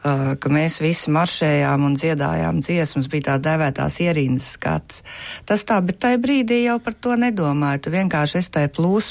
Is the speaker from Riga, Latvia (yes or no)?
no; Kuldīga, Kuldīga Municipality, Latvia; Nē, es esmu no Kuldīgas, es esmu Kurzemniece.